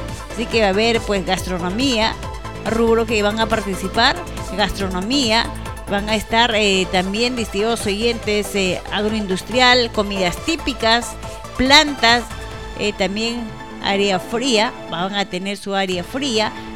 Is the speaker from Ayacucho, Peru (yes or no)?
no; Mazamari, Junín, Peru; somos de Mazamari.